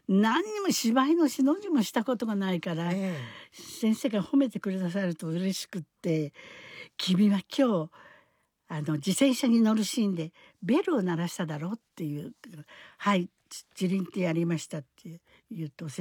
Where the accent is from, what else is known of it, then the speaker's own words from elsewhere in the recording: Izu, Shizuoka, Japan; 私は伊豆の人間なので